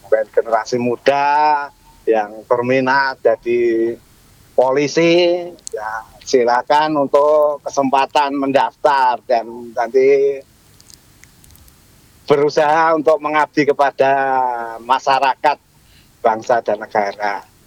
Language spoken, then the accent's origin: Indonesian; Magelang, Central Java, Indonesia; moved away; Asli. Magelang.